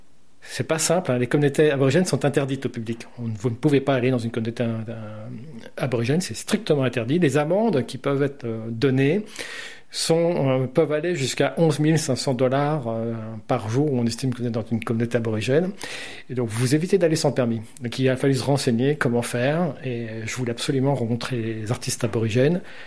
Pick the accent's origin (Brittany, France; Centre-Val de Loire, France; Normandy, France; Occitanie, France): Brittany, France; Concarneau; Moi, je suis de Concarneau